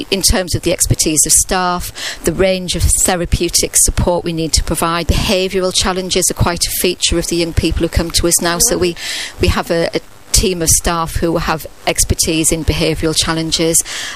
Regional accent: Hull, Yorkshire and the Humber, United Kingdom; now in Cheltenham, United Kingdom; I come from Hull and I've lived in Cheltenham for nearly 20 years, and I still have all my family in Hull

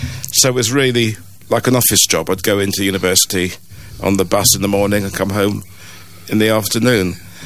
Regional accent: London, United Kingdom; Probably a mistake to go to my hometown university

